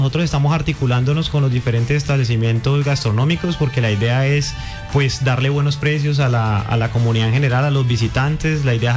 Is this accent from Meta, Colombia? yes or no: yes; Acacías, Meta, Colombia